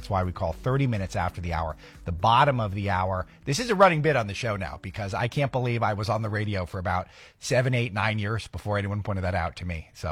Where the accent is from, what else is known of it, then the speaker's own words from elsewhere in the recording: California, United States; I come from California.